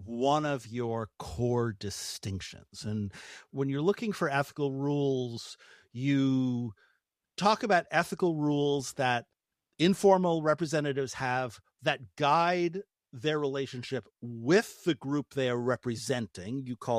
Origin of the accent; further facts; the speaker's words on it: New York City, New York, United States; I grew up right across the river from you. I grew up in Washington Heights, albeit several decades, I suspect, before you.